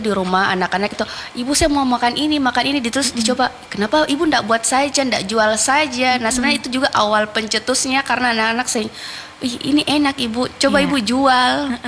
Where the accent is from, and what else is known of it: Sulawesi, Indonesia